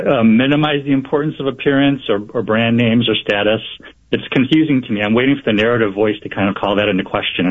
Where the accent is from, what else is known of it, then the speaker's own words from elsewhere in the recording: United States; And I'm half Korean. I grew up in the States, but I'm half Korean. I've been to Korea many times.